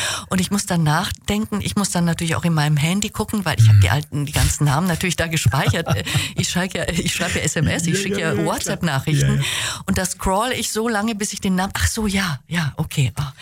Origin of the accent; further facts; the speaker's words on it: Hungary; first language Hungarian; German is a second language; Es liegt daran, dass meine Muttersprache Ungarisch ist.